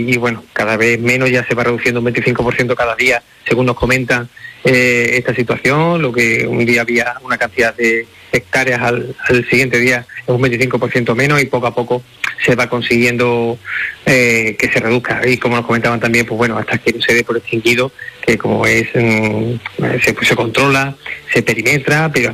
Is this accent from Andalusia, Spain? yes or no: yes; Niebla, Andalusia, Spain; trabajo para mi pueblo, para mi municipio, para Niebla, ¿no?